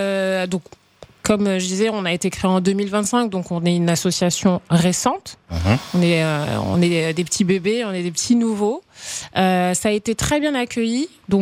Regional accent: France; born there; je dis d'origine haïtienne parce que je suis née en France, mes parents sont haïtiens, sont nés en Haïti, mais mes parents m'ont vraiment donné, enfin en tout cas ils m'ont éduqué vraiment dans la culture haïtienne, donc je suis franco-haïtienne pour moi.

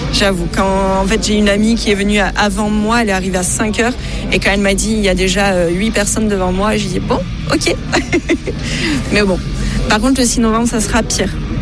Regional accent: Castelsarrasin, Occitanie, France; parce que c'est pas celui auquel je vais d'habitude, parce qu'on est de Castel.

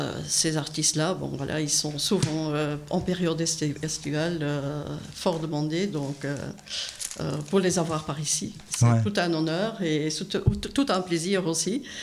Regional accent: Belgium; Je suis belge, mais il n'y a jamais eu d'Ara des Cascades

